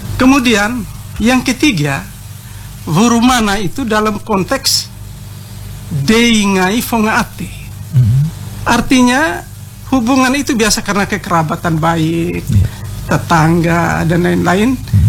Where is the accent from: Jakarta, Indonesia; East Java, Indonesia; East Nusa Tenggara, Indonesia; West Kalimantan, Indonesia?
East Nusa Tenggara, Indonesia; Wolotopo; ya. Saya berasal dari kampung adat Wolotopo. Jelasnya rumah suku saya suku Atarobo.